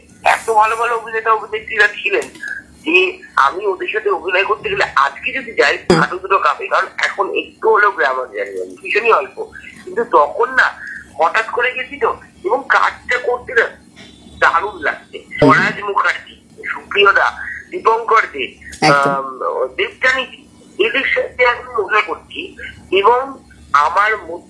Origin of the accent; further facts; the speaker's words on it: Malda, West Bengal, India; now in Kolkata, India; আমি মালদার মেয়ে, কিন্তু আমি মনে করি যে আমি মোর অফ কলকাতার হয়ে গেছি এখন